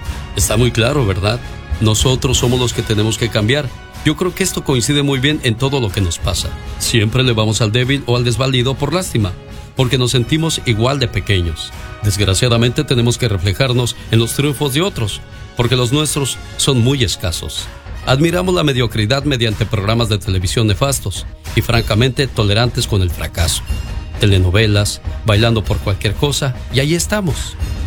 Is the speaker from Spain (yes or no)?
no; Mexico; moved away; reflexión para todos nosotros que somos mexicanos y hemos llegado a un país donde queremos seguir llevando nuestros malos hábitos y nuestras viejas costumbres.